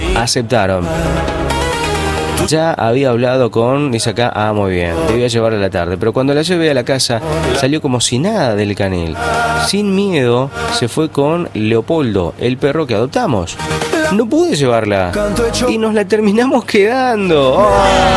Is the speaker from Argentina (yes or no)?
yes; Argentina; Somos argentinos